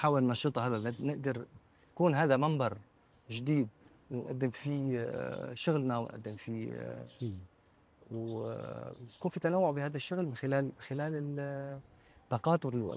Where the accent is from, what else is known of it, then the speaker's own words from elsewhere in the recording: Syria; نحن كسوريين